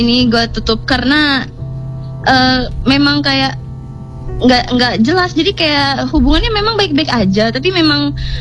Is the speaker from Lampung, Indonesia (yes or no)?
yes; Rajabasa, Lampung, Indonesia; Gue dari Raja Basa.